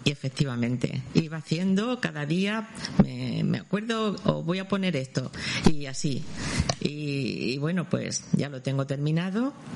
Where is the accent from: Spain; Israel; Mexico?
Spain; Bullas, Region of Murcia; yo desde aquí de la radio a todo mi pueblo de Bullas